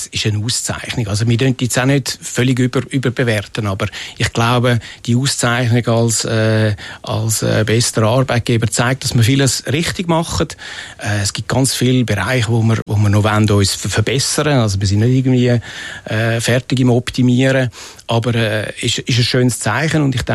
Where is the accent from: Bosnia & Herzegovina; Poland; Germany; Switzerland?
Switzerland; Zurich; Wir haben ja ganz ursprünglich die Chips dann auch in Hönk, wo ich aufgewachsen bin, produziert.